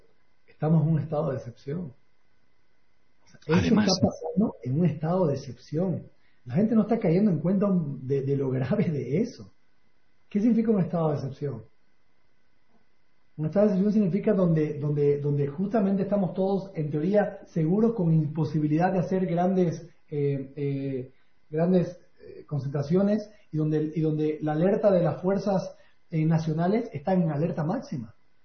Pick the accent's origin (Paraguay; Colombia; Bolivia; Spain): Bolivia